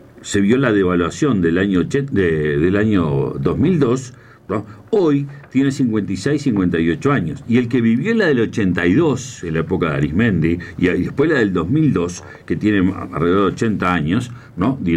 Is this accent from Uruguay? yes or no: yes; Uruguay